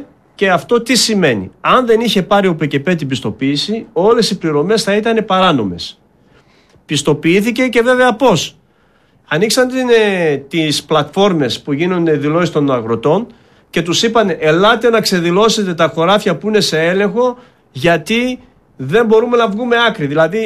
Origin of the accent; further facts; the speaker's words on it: Greece; Εμείς οι Έλληνες αγρότες